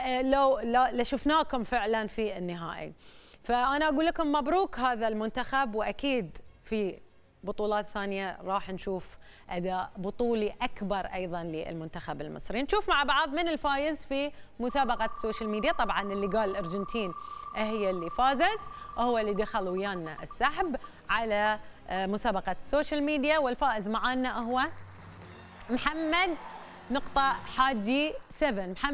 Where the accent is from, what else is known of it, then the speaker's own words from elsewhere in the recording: Bahrain; إحنا كبحرينيين